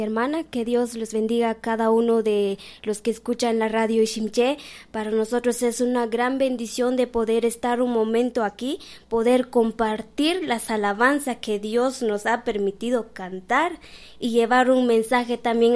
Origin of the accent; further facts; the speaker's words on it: Patzún, Chimaltenango, Guatemala; Somos de Aldea El Sitio.